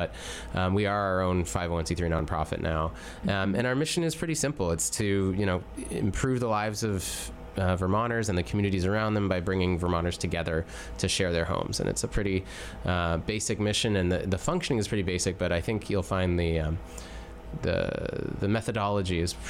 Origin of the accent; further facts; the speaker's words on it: Canada; now in United States; Well, I guess I would love people to know that I am a Canadian expat, I guess is interesting for folks to know.